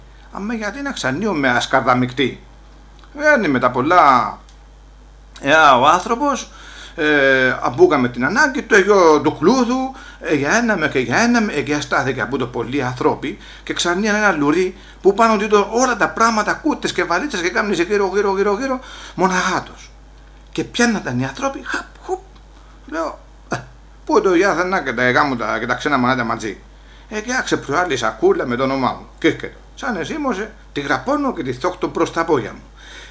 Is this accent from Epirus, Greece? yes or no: no; Olympos, South Aegean, Greece; γιατί να είμαι από την Όλυμπο της Καρπάδου και θεωρώ πως έχουμε καλή εταιρεία.